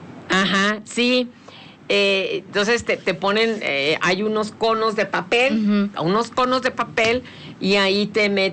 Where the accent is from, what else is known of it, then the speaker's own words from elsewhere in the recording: Mexico; nosotros que somos de México